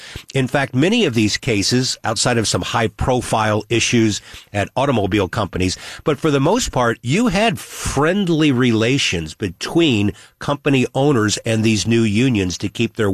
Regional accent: United States; These things still exist. You don't think about it as an American.

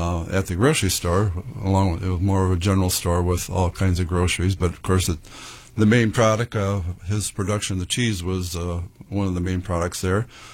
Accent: Pinconning, Michigan, United States; Born and raised in Pinconning

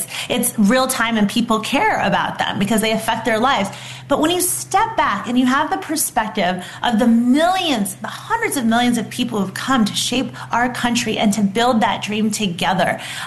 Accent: Fairfield, California, United States; I grew up in Fairfield, California, which is where I moved back to be with my mom. And it's a middle-class town. I was born at Travis Air Force Base, literally 10 miles down the road. This is a military town.

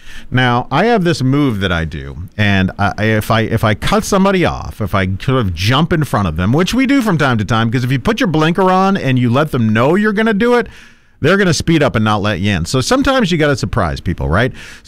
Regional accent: Massachusetts, United States; now in Des Moines, United States; I come from Massachusetts, a land where we drive aggressively.

